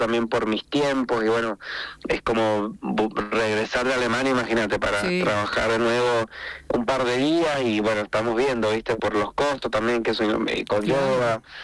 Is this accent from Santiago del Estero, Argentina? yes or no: no; San Juan, Argentina; moved away as an adult; now in Germany; yo también soy sanjuanino y digo, tengo tanto, pero porque soy de acá